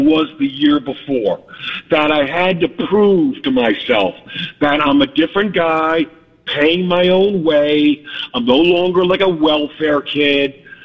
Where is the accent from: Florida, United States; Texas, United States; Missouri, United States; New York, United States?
New York, United States; Harrison; I grew up in Harrison, Westchester, a very wealthy place